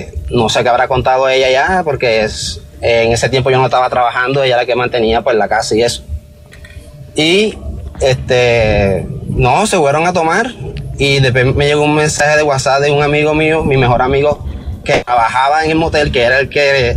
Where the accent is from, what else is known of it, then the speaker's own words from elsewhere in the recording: Caribbean Region, Colombia; porque yo soy costeño, ella es paisa, y no puede encajar en ese sistema de ellos.